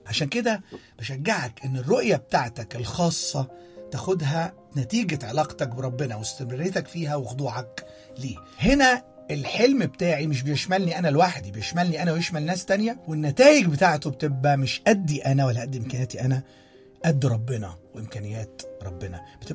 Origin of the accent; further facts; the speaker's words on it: Egypt; المشروب دوت مشهور جدا عندنا في مصر.